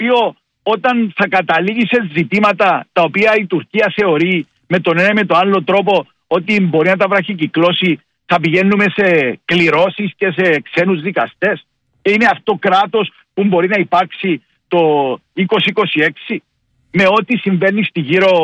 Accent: Cyprus; Είμαι από τους Κύπριους που μόνο ευγνωμοσύνη νιώθει για την Ελλάδα. Έχω σπουδάσει στην Ελλάδα

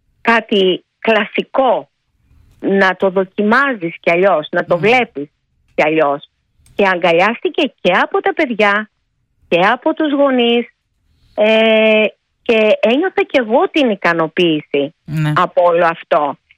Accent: Antissa, North Aegean, Greece; moved away; Γιατί εγώ δεν ήμουνα τέτοιο παιδί. Εγώ ήμουνα παιδί που άρχισε να ζητάει αυτό που θέλει αφού έφυγα από την Άντισσα.

